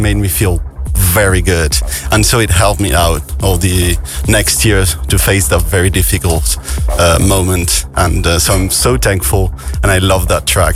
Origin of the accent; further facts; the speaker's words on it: Italy; now in France; I'm from Italy, but I live in France, actually.